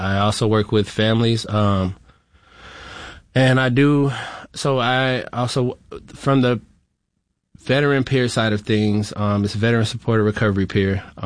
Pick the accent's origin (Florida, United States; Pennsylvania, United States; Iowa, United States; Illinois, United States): Florida, United States; growing up in a family where my mom had to have 2 jobs and it was 7 of us getting raised together. I was raised in Florida.